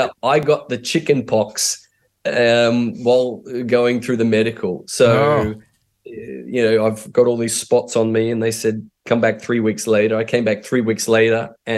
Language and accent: English; Hervey Bay, Queensland, Australia; also born or lived in Townsville; And so I was born in Townsville when he was in the army. And then after he got out of the army, we moved to the rural part around Hervey Bay, and that's where I grew up and had all my schooling.